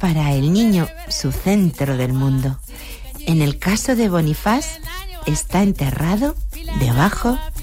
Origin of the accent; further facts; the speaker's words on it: Mérida, Extremadura, Spain; en mi oliva de Mérida natal, mi centro y mi bosque habitado.